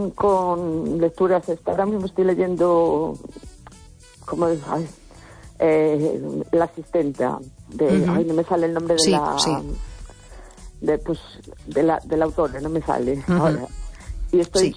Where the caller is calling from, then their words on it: A Coruña, Galicia, Spain; de La Coruña.